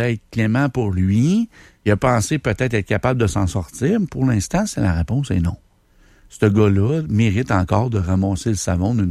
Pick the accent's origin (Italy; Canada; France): Canada